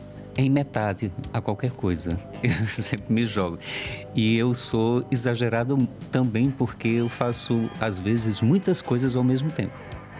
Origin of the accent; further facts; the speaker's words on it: Petrolândia, Pernambuco, Brazil; E ela é carioca e eu sou lá de Petrolândia.